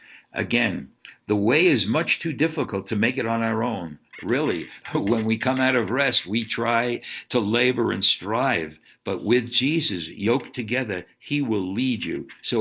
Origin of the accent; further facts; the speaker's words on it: Brooklyn, New York, United States; growing up in Brooklyn, New York, you didn't see too many horse-drawn, what can I say, carriages or markets.